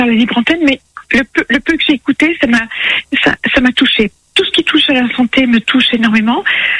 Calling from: Lille, Hauts-de-France, France; J'habite à Lille

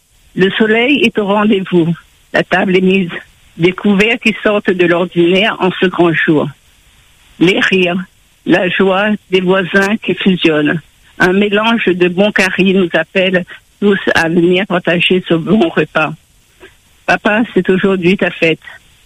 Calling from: Montauban, Occitanie, France; En principe, je vis à Montauban

